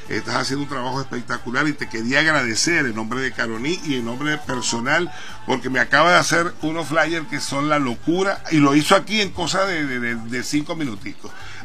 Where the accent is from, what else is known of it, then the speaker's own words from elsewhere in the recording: Venezuela; así somos los venezolanos, así somos todos los que vivimos en esta tierra mágica y hermosa de Venezuela.